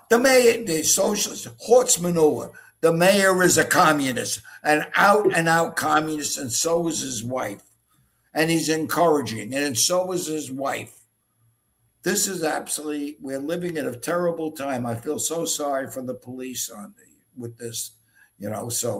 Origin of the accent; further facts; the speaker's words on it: New York, United States; born there; moved away; I was born in Brooklyn, New York. You could never tell from the accent.